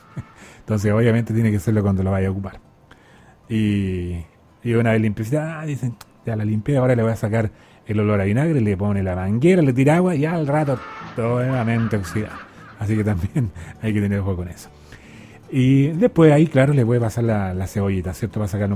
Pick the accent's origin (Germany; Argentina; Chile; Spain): Chile; nosotros como chilenos